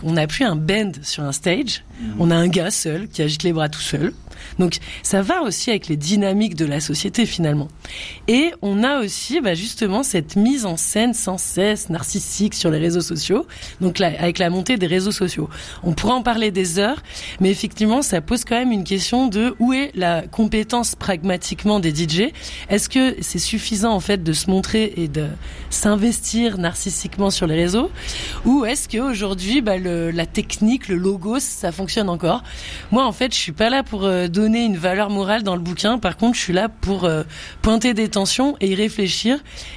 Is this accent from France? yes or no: yes; France; que je mixais dans des petits bars, justement, en Haute-Savoie, à Lyon, en Rhône-Alpes, puisque je suis française.